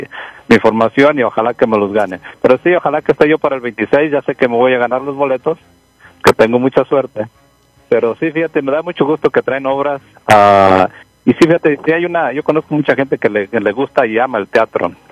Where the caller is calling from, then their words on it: Denver, Colorado, United States; aquí en Denver voy a varias obras. Y en México nunca me ha tocado